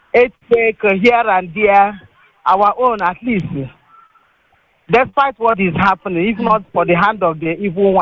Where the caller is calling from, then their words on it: Nigeria; I'm proud to be Nigerian